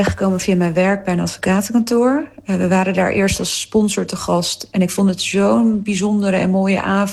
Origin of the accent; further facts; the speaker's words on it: Iraq; now in Netherlands; Zelf ben ik als vluchteling uit Irak naar Nederland gekomen. En daardoor weet ik eigenlijk hoe het is om tussen 2 werelden te leven.